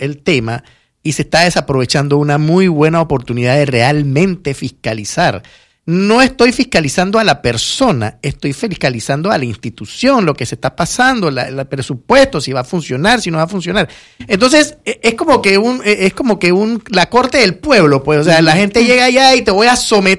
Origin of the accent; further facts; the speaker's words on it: Panama; tenemos que involucrarnos como panameños